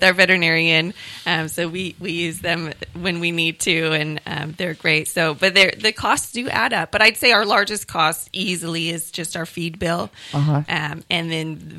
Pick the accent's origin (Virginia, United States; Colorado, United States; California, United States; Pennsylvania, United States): California, United States; Fall River Mills; I grew up in Fall River Mills, MacArthur area.